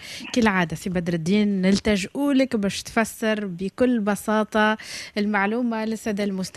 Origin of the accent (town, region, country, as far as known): Tunisia